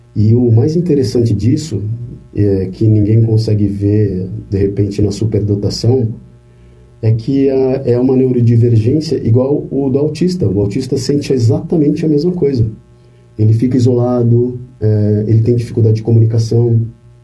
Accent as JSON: {"language": "Portuguese", "region": "São Paulo", "country": "Brazil", "tie": "born or raised there", "said": "Eu sou paulistano, nasci na capital, vivi minha vida inteira na capital e sempre fui uma criança muito intensa."}